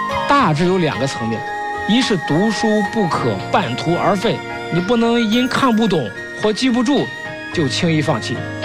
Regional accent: China; 当前我们中国人同样面临着世界百年未有之大变局

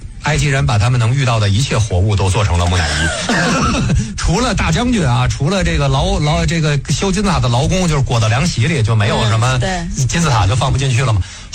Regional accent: China; 我们中国人修了多少桥啊

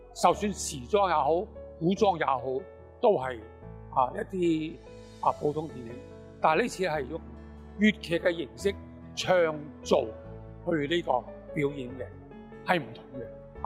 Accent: Hong Kong; also born or lived in Guangzhou; 咁我咧就系49年嘅时间由广州落咗香港嘅，嗰时我系4岁。咁我喺香港长大，喺香港学大戏。

